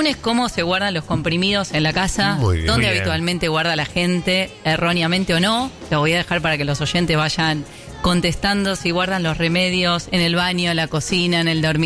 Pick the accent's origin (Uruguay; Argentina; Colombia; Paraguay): Argentina